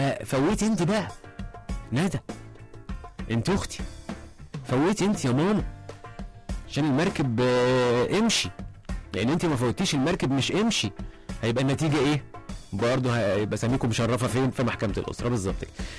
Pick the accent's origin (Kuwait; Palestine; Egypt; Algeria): Egypt; احنا برضو عندنا مشكلة كمصريين